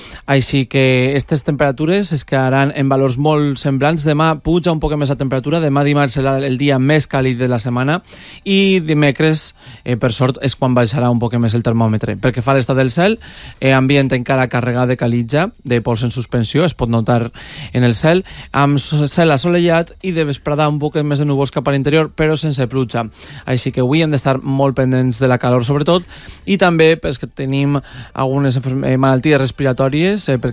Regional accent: Casas Bajas, Valencian Community, Spain; el meu poble, Casas Bajas

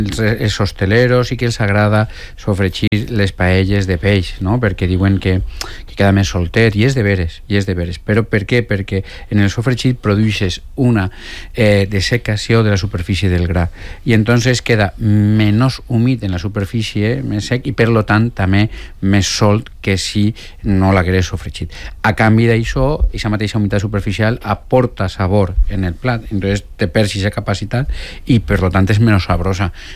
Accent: Xàtiva, Valencian Community, Spain; I en l'Alcúdia i en Aixàtiva sempre, jo sóc d'Aixàtiva

